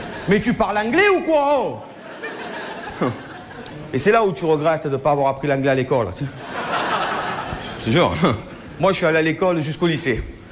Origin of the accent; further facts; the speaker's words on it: France; « Oui, on va vous faire la cuisine, on est français, vous inquiétez pas, laissez-nous faire, tout ça.